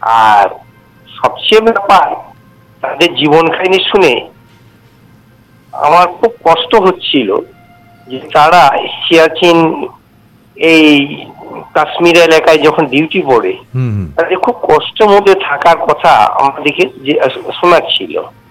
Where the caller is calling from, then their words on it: West Bengal, India; আমি পশ্চিমবঙ্গের বীরভূম থেকে